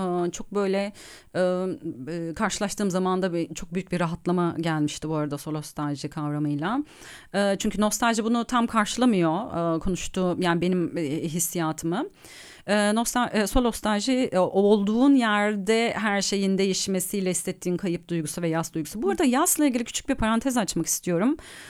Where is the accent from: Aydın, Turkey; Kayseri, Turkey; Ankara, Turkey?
Ankara, Turkey; now in Istanbul, Turkey; ben Ankara'da büyüdüm.